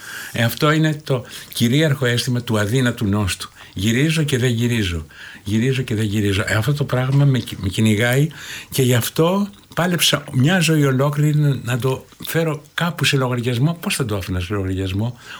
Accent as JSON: {"language": "Greek", "country": "Greece", "moved": "as an adult", "lives_now": "France"}